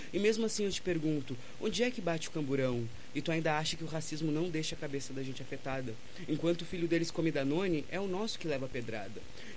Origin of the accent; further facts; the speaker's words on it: Brazil; Eu também sou da Santa Terezinha, né? Aí a gente se cria em lugares que a Santa Terezinha, eu digo, não é uma periferia